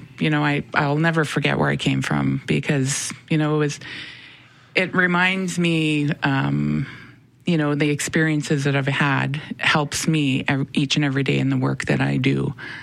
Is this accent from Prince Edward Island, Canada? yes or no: no; Winnipeg, Manitoba, Canada; Born and raised in the north end of Winnipeg.